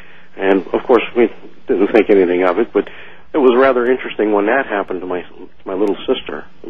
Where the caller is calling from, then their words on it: Gig Harbor, Washington, United States; from Gig Harbor, Washington.